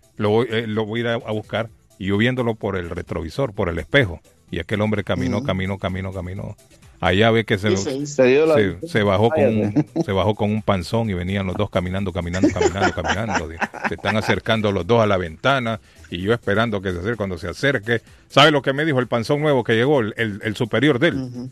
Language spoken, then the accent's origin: Spanish; United States; pero yo no soy de aquí, yo vengo de Estados Unidos.